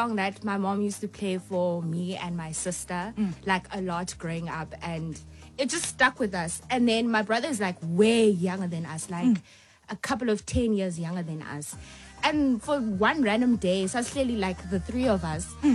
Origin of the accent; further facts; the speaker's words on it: Queenstown, Eastern Cape, South Africa; we're from Queenstown. We grew up there.